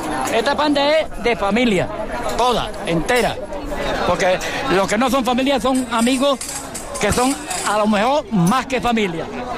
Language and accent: Spanish; Málaga, Andalusia, Spain; Somos todos del terreno, de aquí de los alrededores de Málaga. De los montes de Málaga. Entonces, esto viene de padre a hijo.